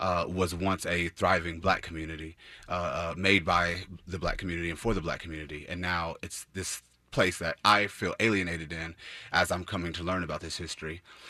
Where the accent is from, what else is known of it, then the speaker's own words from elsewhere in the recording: Indianapolis, Indiana, United States; I grew up in Indianapolis